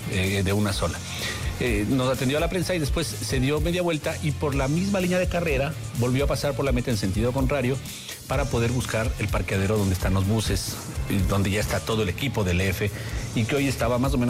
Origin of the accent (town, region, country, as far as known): Ecuador